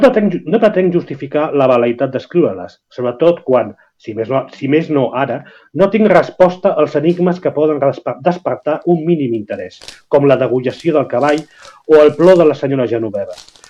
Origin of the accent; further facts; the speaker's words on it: Barcelona, Catalonia, Spain; jo que sóc de Barcelona ciutat, és a dir, que no sóc de l'àmbit rural